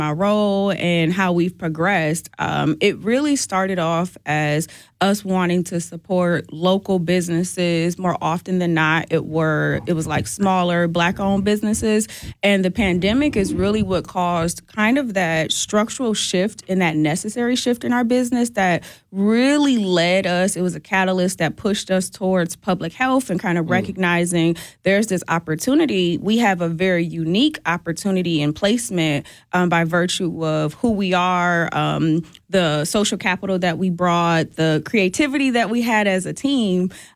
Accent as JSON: {"language": "English", "town": "Milwaukee", "region": "Wisconsin", "country": "United States", "tie": "born or raised there", "said": "born and raised in Milwaukee."}